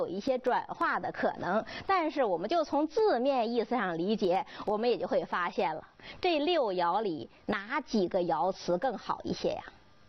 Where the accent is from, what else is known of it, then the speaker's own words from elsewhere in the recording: China; 我们中国人